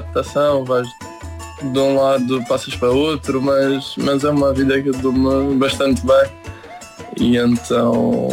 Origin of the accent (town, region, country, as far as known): Madeira, Portugal; moved away